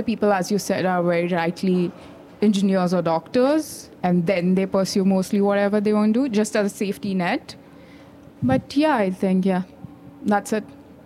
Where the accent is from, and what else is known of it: India